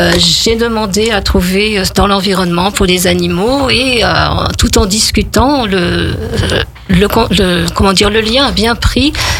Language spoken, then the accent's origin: French; the north of France, France; now in Aix-les-Bains, France; je suis nordiste, je suis née dans le nord de la France et je suis arrivée en Savoie en 1985. Mais quand j'étais enfant, j'habitais dans un village où il y avait beaucoup d'agriculteurs, d'éleveurs.